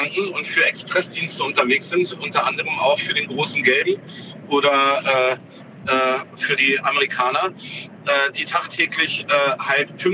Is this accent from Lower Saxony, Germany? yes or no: no; Gerbstedt, Saxony-Anhalt, Germany